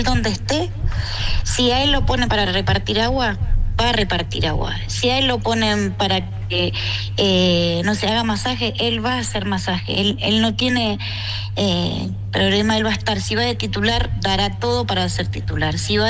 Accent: Asunción, Paraguay; now in Ciudadela, Argentina; Nosotros somos de Asunción, del barrio

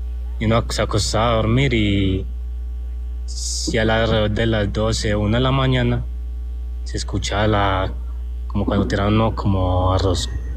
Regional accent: Medellín, Antioquia, Colombia; born there

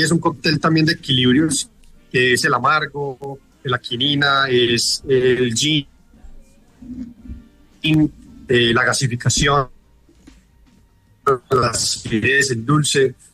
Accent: Medellín, Antioquia, Colombia; born there; la Comuna 13, donde yo nací hace 10 años ya

